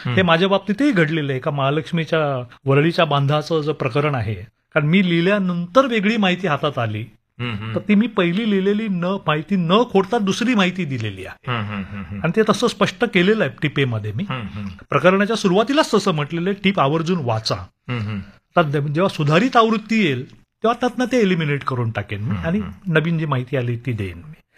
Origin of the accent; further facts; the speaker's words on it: Mumbai, Maharashtra, India; मुंबईला मी माझी sir I समजतो, दुसरी आई जन्म देणारी असतेच, हिने मला वाढवलं. पालनपोषण हे शहराने केलंय माझं.